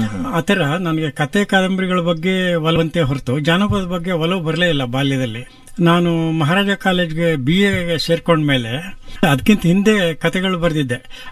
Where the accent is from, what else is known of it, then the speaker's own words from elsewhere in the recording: Karnataka, India; ಅಂತೇಳಿ ಒಬ್ರು ಬಹಳ ಒಳ್ಳೆ ಗಾಯಕಿ